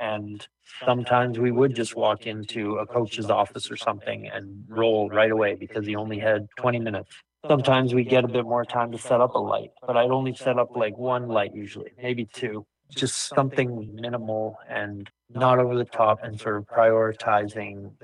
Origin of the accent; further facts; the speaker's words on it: Ontario, Canada; born there; shooting in the country again, not too far from my hometown, and seeing, you know, a younger generation of kids who grew up like me